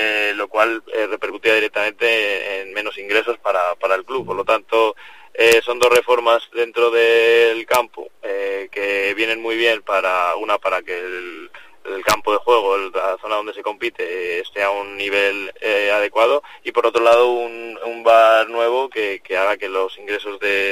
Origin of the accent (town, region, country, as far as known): Cantalejo, Castile and León, Spain